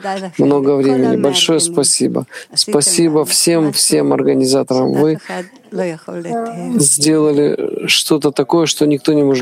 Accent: Israel; Я из Израиля. 50 лет я в стране

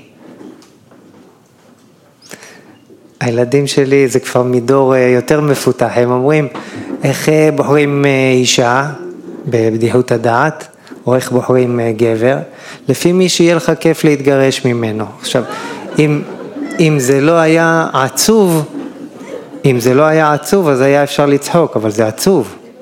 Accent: Elyashiv, Central District, Israel; now in Petah Tikva, Israel; אני מושבניק, ממושב אלישיב בעמק חפר. יום שלישי זה יום הורים, אנחנו מבקרים את אבא שלי באלישיב ואת אבא של אשתי בנתניה. אנחנו גרים בפתח תקווה

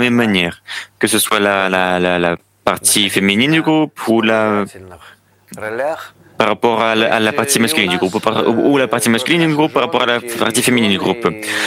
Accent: Israel; Les personnes qui viennent chez nous en Israël, ils mettent la kippa.

